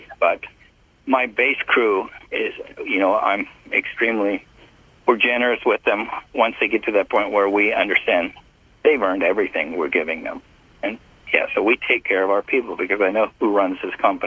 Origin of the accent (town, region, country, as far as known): Bakersfield, California, United States; born there